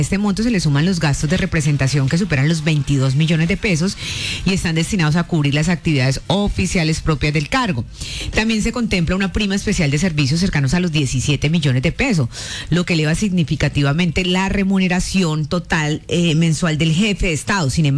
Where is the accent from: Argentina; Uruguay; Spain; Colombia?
Colombia; Restrepo; born there